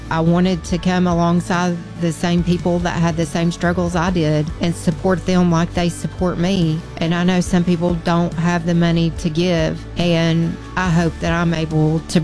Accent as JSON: {"language": "English", "town": "Piney Flats", "region": "Tennessee", "country": "United States", "said": "I'm from Piney Flats, Tennessee."}